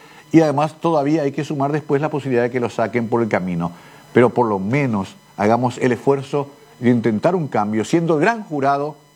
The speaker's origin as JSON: {"language": "Spanish", "country": "Paraguay", "said": "Somos tan paraguayos, ¿verdad?"}